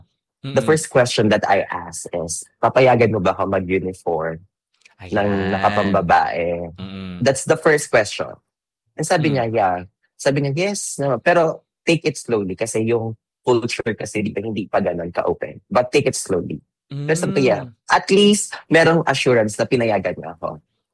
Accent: Tiwi, Bicol Region, Philippines; hindi talaga ako originally doon, taga Tabaco, taga Tiwialbay ako. Pero it's just one town. Parang magkalapit lang naman sila.

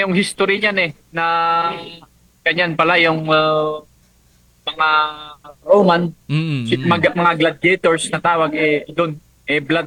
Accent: Cordillera Administrative Region, Philippines; pride naman ako na nire-represent yung Pilipinas bilang isang Pinoy, and lalong-lalo na dito sa amin as sa Cordiller

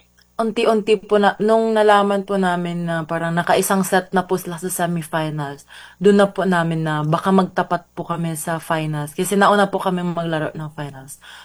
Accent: Magsaysay, Northern Mindanao, Philippines; I'm from Magsaysay, Misamis Oriental po.

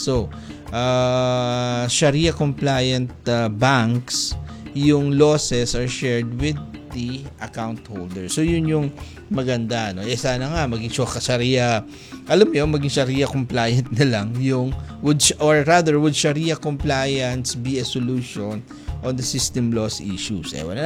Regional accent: Marawi, Bangsamoro, Philippines; sa amin sa Marawi, eh, isa talaga yan sa talagang damang-dama namin because we are the one who generates, or yung lake namin generates electricity that powers 75% of Mindanao

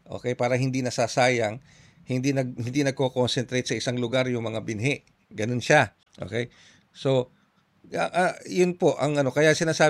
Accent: Central Luzon, Philippines; Ano po, sa totoo lang, taga Region 3 po ako, taga Tarlac ako. At ang mga ninuno ko, mga magulang ko, mga magsasaka.

